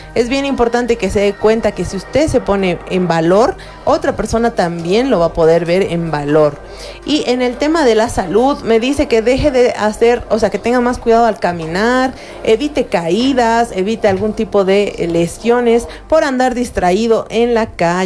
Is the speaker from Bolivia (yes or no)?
yes; Bolivia